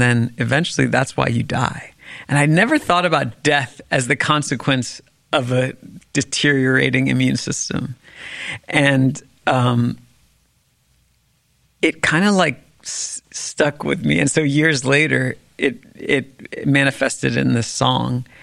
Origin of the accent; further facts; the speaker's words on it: Washington, District of Columbia, United States; because I was growing up in Washington, D.C., where you kind of can't tune that stuff